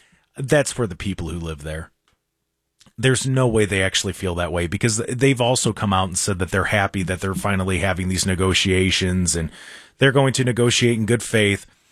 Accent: United States; I'm an American, of course.

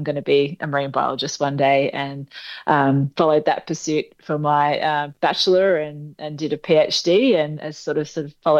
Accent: Kyabram, Victoria, Australia; moved away; Yeah, so my hometown is Kyabram, which is a regional town up in northern Victoria. So it's about a 3-4 hour drive from the nearest coastal area.

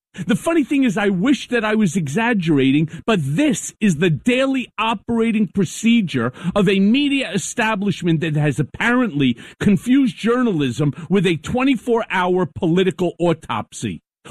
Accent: New York, United States; it's something that's extremely, extremely personal to me as a New Yorker.

